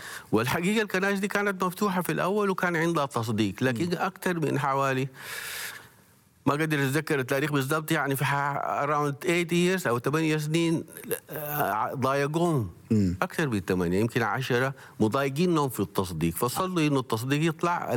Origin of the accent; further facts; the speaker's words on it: Sudan; أنا بكون سوداني